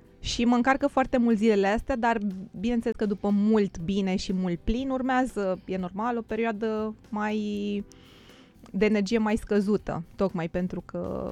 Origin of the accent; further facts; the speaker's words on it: Pitești, Argeș, Romania; Uite, și Diana, sora noastră de dor, până când n-a citit textul meu din carte, nu știa că sunt din Pitești. Pentru că păream destul de bine integrat aici.